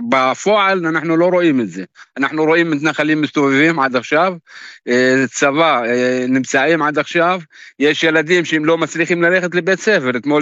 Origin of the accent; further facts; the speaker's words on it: Qusra, West Bank, Palestine; Hebrew is a second language; אנחנו כבר מ-7 לאוקטובר, הכפר שלנו סגור, יש שער, הכניסה לכפר היא סגורה